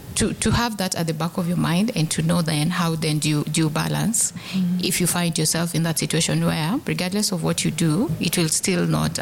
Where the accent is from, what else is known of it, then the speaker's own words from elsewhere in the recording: Kisumu County, Kenya; I come from Kisumu County, and so I feel very, very happy to be here.